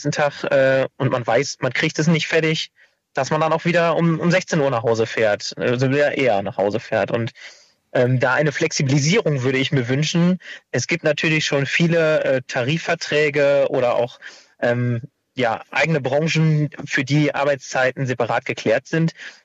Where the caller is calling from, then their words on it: Bad Laer, Lower Saxony, Germany; Bad Lahr, das ist genau 8 Kilometer von der Grenze entfernt.